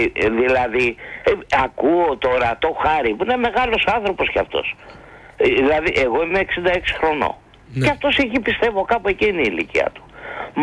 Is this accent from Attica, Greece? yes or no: yes; Ilion, Attica, Greece; από Ήλιο.